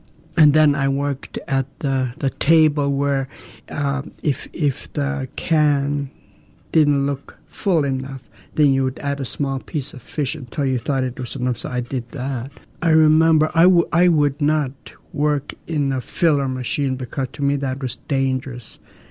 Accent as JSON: {"language": "English", "town": "Douglas", "region": "Alaska", "country": "United States", "tie": "born or raised there"}